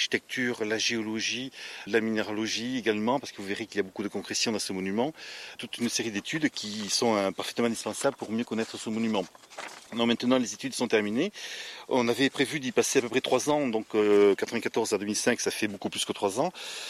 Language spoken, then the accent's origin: French; Vers, Occitanie, France; born there; je suis archéologue, je suis né à Vers et j'habite maintenant à Cabourret.